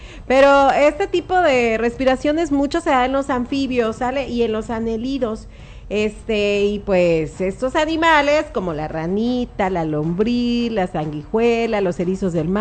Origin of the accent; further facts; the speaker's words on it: Tecuala, Nayarit, Mexico; De Tecuala, ¿eh? Pues somos de Tecuala.